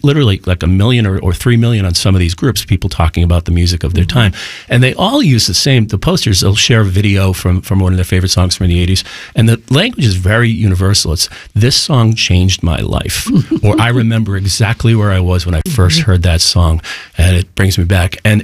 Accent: Boston, Massachusetts, United States; Growing up in Boston, it was always Kiss 108

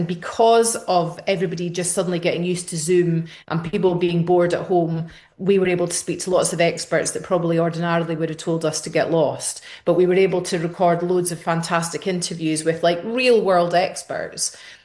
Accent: St Andrews, Scotland, United Kingdom; Now, I grew up in Scotland, and I actually went to high school in the town of St Andrews

